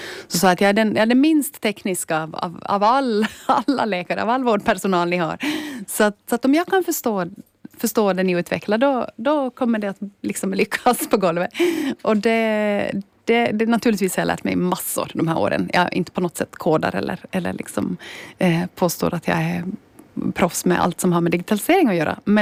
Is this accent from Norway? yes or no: no; Ostrobothnia, Finland; moved away as an adult; now in Stockholm, Sweden; Ja, jag är alltså från Österbotten ursprungligen, och har sedan bott i Stockholm mitt största del av mitt vuxna liv, men också jobbat i Finland och Sverige